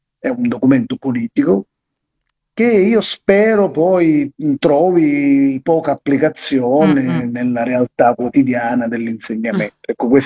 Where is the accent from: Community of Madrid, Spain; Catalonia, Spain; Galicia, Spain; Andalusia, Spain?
Community of Madrid, Spain; Madrid; Io vengo da Madrid